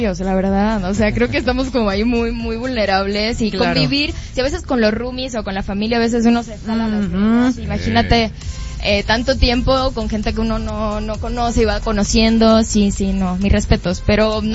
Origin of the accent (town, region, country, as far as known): Matanzas, Cuba; born there